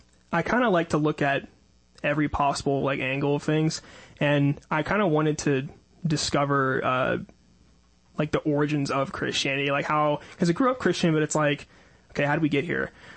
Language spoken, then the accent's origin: English; Wilmington, North Carolina, United States; moved away as an adult; now in Raleigh, United States; I grew up in Wilmington, and I'm here for college, and it was during my college journey when I found Catholicism.